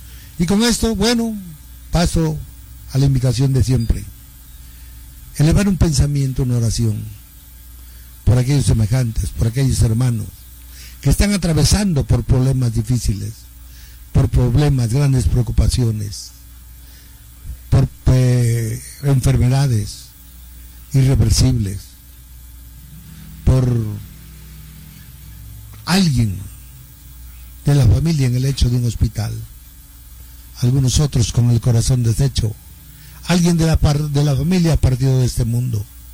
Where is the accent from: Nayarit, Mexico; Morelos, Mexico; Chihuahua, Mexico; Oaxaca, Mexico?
Oaxaca, Mexico; San Pablo Huixtepec; mi gente bella de acá de San Pablo, Huixtepec, Cholo, mi pueblo.